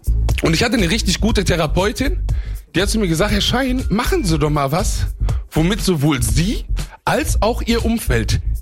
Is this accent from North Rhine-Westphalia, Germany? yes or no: yes; Duisburg, North Rhine-Westphalia, Germany; Ich bin nicht nur in Marxloh aufgewachsen, ich bin in einem Asylheim in Marxloh aufgewachsen.